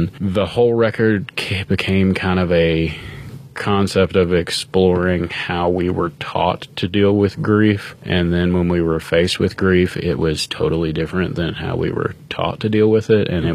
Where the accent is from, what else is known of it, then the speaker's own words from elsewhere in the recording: Appalachia, United States; growing up in Appalachia, that's one of the common gifts you'll see as a funeral thing